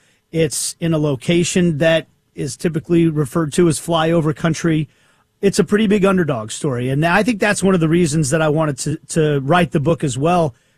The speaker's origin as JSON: {"language": "English", "town": "Kansas City", "region": "Missouri", "country": "United States", "tie": "born or raised there", "said": "where are you from? And I would say Kansas City"}